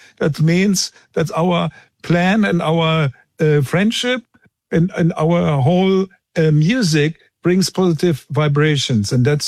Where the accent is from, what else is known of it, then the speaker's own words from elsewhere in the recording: Germany; It was great that we came from Germany because we had a feeling my father was not in the war.